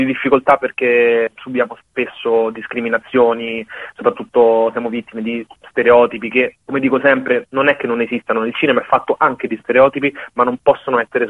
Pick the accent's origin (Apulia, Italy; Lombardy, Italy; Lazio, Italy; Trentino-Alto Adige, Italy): Lazio, Italy; Rome; io sono nato e cresciuto a Roma da genitori immigrati africani.